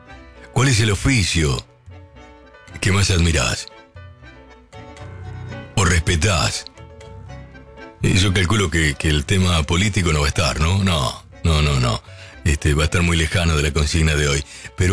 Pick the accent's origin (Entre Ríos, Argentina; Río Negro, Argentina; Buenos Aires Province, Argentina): Buenos Aires Province, Argentina; Lincoln; moved away; Cuando yo salí del pueblo, yo salí de Lincoln, alguna vez me dijo mi viejo, y mi vieja también me lo recalcó, Dios aprieta, pero no ahorca.